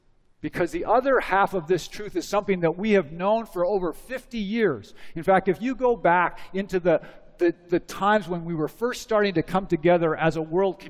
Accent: Boulder, Colorado, United States; I come from Boulder, Colorado, a community that has a unique relationship to climate change.

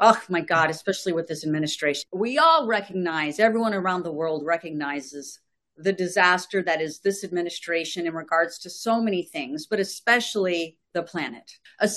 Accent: United States; as an American, I grew up thinking do everything best and we're the first and all of that.

